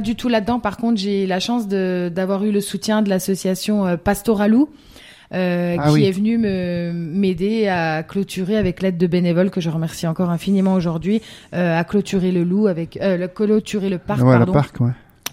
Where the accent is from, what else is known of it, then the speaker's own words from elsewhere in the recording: Grand Est, France; Alors non, parce qu'on est des Vosges, donc elles partent chez papy, mamie